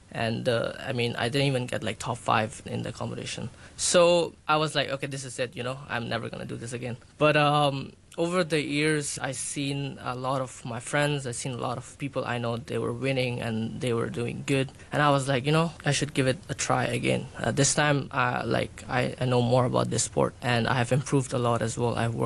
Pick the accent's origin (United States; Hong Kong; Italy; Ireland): Hong Kong; I am from Pakistan, but I was born and raised here in Hong Kong. My parents are from Pakistan as well, but my dad was also raised here in Hong Kong.